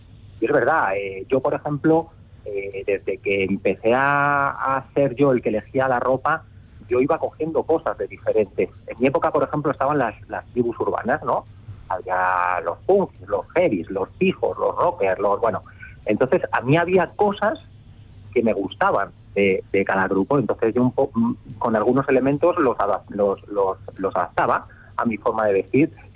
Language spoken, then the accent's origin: Spanish; Manzanares, Castilla-La Mancha, Spain; Manzanares, que es mi pueblo.